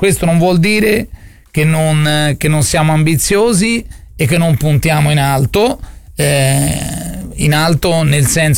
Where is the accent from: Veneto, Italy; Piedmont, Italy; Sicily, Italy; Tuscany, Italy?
Tuscany, Italy; Florence